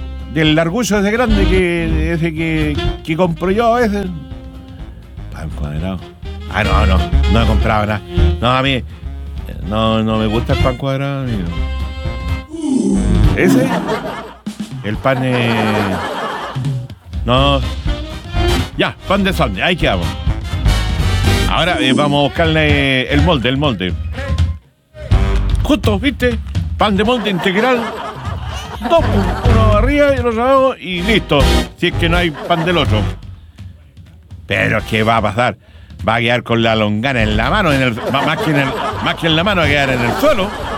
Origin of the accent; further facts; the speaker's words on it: Talcahuano, Biobío, Chile; born there; Y yo nací en Talcahuano, por eso yo soy bueno para los piures, las machas.